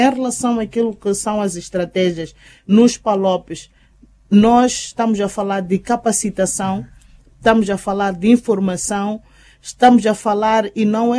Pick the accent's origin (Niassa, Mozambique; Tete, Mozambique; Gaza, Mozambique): Gaza, Mozambique; Xitengueli; born there; Por acaso, Xitengueli é onde eu nasci, não estou a dizer, a querer estar a ir para o, porque os meus pais são provenientes de Xitengueli